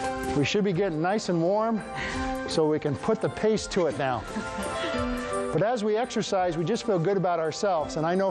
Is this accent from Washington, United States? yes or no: yes; Olympia, Washington, United States; now in Black Hills, United States; I'm from Olympia, Washington, and I got used to being raised in an environment where it was cloudy 300 days of the year.